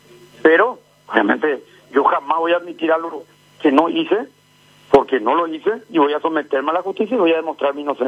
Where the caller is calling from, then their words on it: Ciudad del Este, Alto Paraná, Paraguay; Estoy por Ciudad del Este.